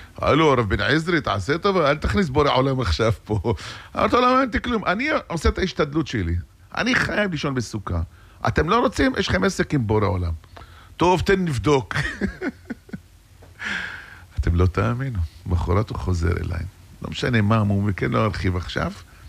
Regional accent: Jerusalem, Jerusalem District, Israel; אצלנו בירושלים

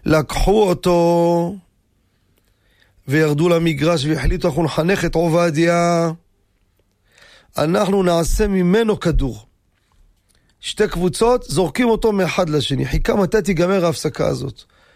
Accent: Jerusalem, Jerusalem District, Israel; ובאמת, בירושלים, אני גדלתי בירושלים. בקטמון עם כל השכונות העיראקים

